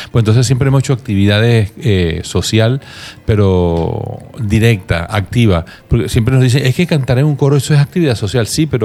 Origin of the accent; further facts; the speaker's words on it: La Guaira, Venezuela; moved away; somos de Vargas